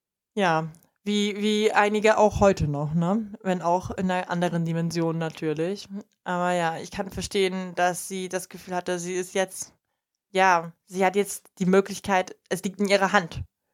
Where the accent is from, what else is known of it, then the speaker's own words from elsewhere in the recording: Glauchau, Saxony, Germany; born there; moved away as an adult; also born or lived in Poland / Crimmitschau / Rostock / France; now in Berlin, Germany; Beginnend mit 2,5 sind wir aus Polen weggezogen. Dann war ich, bis ich 11 war, in Glauchau in Sachsen. Dann bin ich von da nach Grimmitschau gezogen. Da war ich da, bis ich 19 war. Dann bin ich nach Rostock gezogen. Und dann war ich für ein Jahr im Ausland